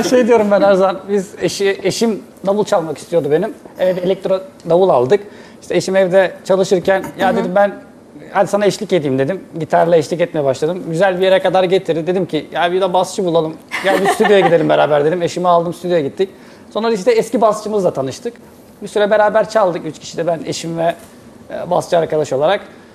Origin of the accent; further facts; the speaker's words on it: Kuşadası, Aydın, Turkey; now in İzmir, Turkey; 89 doğumluyum. Kuşaralıyım. İzmir'de ikamet ediyorum.